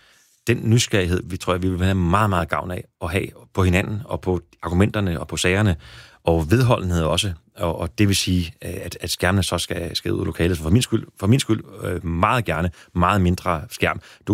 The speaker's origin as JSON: {"language": "Danish", "town": "Næstved", "region": "Zealand", "country": "Denmark", "tie": "born or raised there", "said": "da jeg var blevet konfirmeret, købte jeg et brugt stereoanlæg der hjemme på Kildemarksvej i Næstved."}